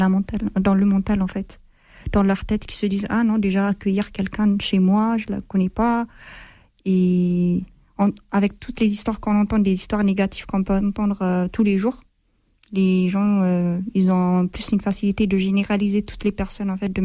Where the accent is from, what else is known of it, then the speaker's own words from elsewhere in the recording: Ethiopia; now in France; j'ai grandi en Éthiopie